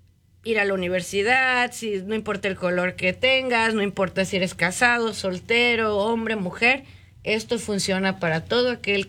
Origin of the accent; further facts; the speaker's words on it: Quito, Pichincha, Ecuador; moved away as an adult; now in Madison, United States; Cambia un poquito el acento, pero no, muy orgullosa de ser ecuatoriana. Crecí en Quito